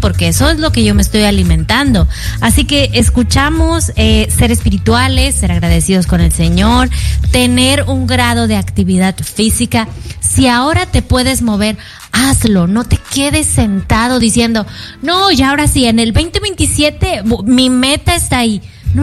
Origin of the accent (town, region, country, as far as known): Mexico